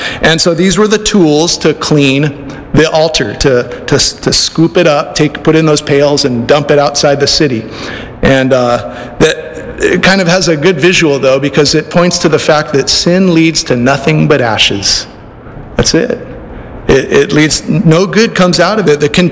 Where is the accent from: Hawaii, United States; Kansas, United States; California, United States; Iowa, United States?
Hawaii, United States; North Shore; growing up on the North Shore, I spent a lot of time actually on ranches out there. My parents' old friends lived on ranches in Mokulia area and stuff